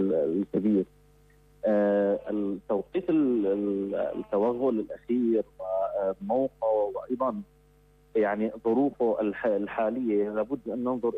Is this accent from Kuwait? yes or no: no; Syria; كسوريين جميعا